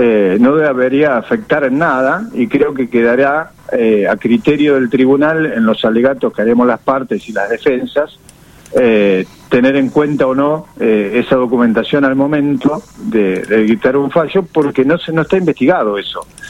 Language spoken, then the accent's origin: Spanish; Argentina; Yo como argentino